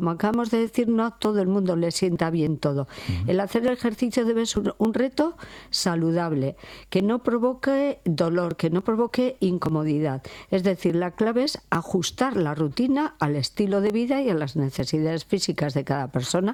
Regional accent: Santurtzi, Basque Country, Spain; aquí una santurchiarra.

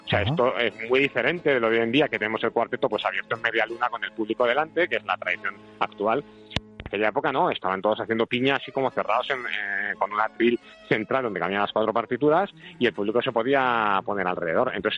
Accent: Bilbao, Basque Country, Spain; como soy de Bilbao

